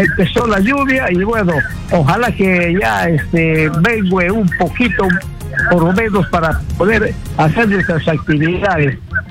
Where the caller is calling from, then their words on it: Iquitos, Loreto, Peru; estoy llamando de Iquitos.